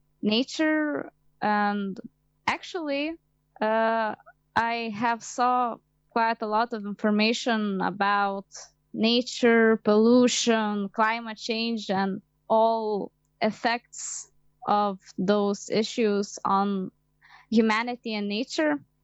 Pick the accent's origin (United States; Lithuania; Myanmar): Lithuania; Vilnius, Vilnius County; I am animals and nature lover, and also I am a climate activist from Lithuania, Vilnius.